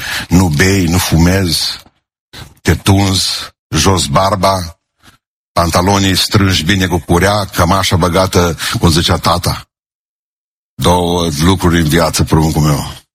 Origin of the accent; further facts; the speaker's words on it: Romania; Suntem vinovați și că suntem români